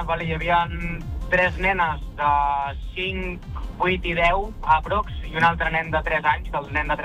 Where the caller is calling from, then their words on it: Bordils, Catalonia, Spain; fa un any que estic visquent aquí a Bordil.